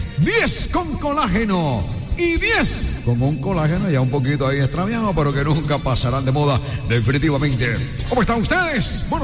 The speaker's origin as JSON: {"language": "Spanish", "town": "Cartagena", "region": "Bolívar", "country": "Colombia", "said": "el locutor feliz y la felicidad de Cartagena, la alegría de la emisora que más se oye en mi tierra linda"}